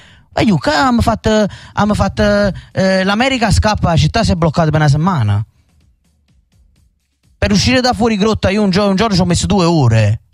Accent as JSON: {"language": "Italian", "town": "Naples", "region": "Campania", "country": "Italy", "said": "perché io sono napoletano e amo tutta la mia città."}